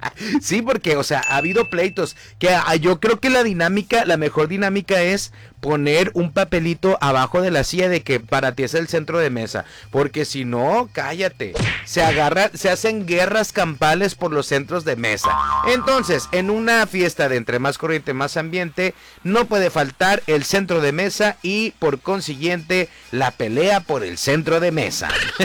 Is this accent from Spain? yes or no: no; Mexico; como mexicanos siempre nos caracteriza que todo sea como exagerado